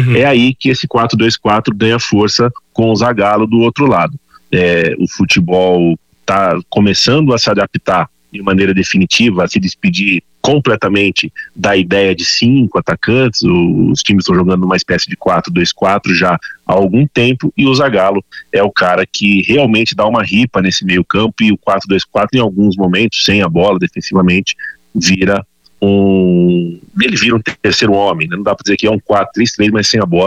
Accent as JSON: {"language": "Portuguese", "country": "Brazil", "said": "isso é uma coisa que eu bato no peito como brasileiro mesmo."}